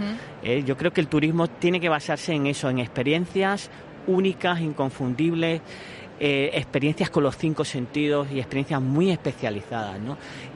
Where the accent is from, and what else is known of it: Ceuta, Spain